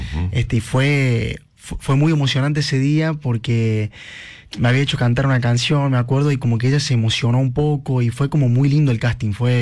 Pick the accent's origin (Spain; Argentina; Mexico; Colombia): Argentina; Rumipal, Córdoba; now in Buenos Aires, Argentina; Yo soy de Rumipal, de acá de Córdoba, de Rumipal, y bueno, por el proyecto de ella me fui a vivir a Buenos Aires, y ya entre una cosa y la otra me quedé allá.